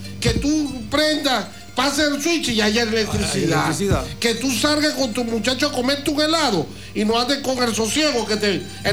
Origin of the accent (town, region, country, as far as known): Venezuela